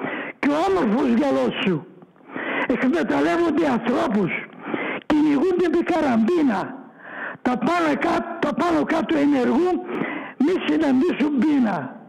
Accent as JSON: {"language": "Greek", "country": "Cyprus", "moved": "yes", "said": "εγώ είμαι από την ΚΟ. Και σαν με διώξαν οι Τούρκοι από το νησί μου να φύγω από το σπίτι"}